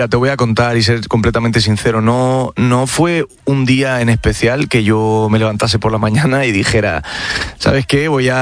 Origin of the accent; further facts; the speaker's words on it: Spain; born there; a pesar, yo soy nacido en España, pero me tocó muy de cerca y me toca muy de cerca toda la historia